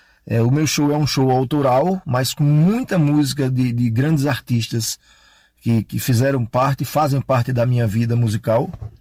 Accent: Caruaru, Pernambuco, Brazil; eu cresci em Caruaru, apesar de não ter nascido em Caruaru, mas minha vida todinha foi em Caruaru

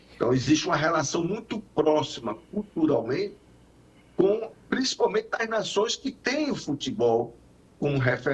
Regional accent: Brazil; eu sou brasileiro porque eu sou da terra de Garrincha, da terra de Pelé, eu sou da terra de Didi

